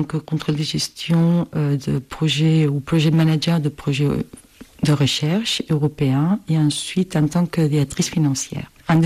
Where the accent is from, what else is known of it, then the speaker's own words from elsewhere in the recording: Barcelona, Catalonia, Spain; now in France; Donc en fait, je suis originaire de Barcelone, j'ai étudié un bac plus 5 en gestion d'entreprise